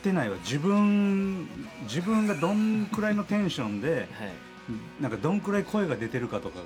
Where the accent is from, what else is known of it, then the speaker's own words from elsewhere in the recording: Neyagawa, Osaka, Japan; 寝屋川市、僕の出身の町